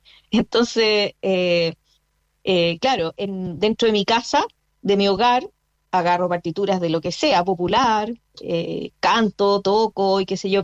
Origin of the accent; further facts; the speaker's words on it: San Rosendo, Biobío, Chile; Y creo que yo vengo de San Rosendo.